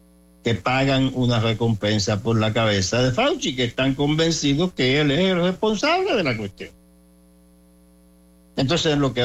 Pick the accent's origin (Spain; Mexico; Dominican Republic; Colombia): Dominican Republic; moved away; Somos todos los dominicanos, incluyendo los que vivimos fuera.